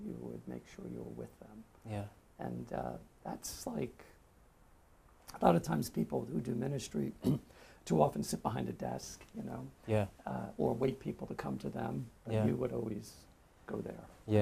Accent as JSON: {"language": "English", "area": "Long Island", "region": "New York", "country": "United States", "said": "I'm from New York, Long Island. I think I was brought up with faith. My father was a person of faith. My mother was a Southern Baptist who converted about 10 years into their marriage"}